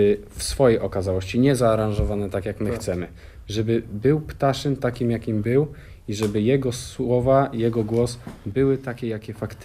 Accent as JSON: {"language": "Polish", "town": "Kalisz", "region": "Greater Poland Voivodeship", "country": "Poland", "said": "też jestem z Kalisza"}